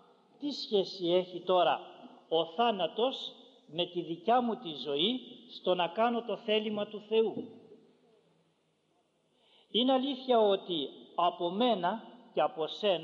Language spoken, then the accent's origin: Greek; Ioannina, Epirus, Greece; Εγώ θυμάμαι όταν ήμουν μικρό στα Γιάννενα